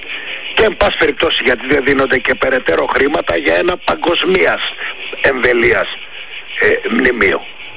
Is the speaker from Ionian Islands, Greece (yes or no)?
no; Didymoteicho, Eastern Macedonia and Thrace, Greece; Εμφορούμε, είμαι από το Δημότυχο, 63 ετών